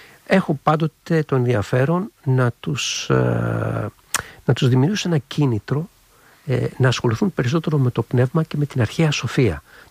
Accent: Greece; moved away; also born or lived in China; έλεγα ότι είμαι Έλληνας

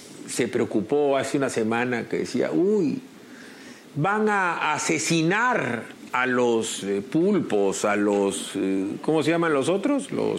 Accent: Peru; como ciudadano peruano que paga sus impuestos

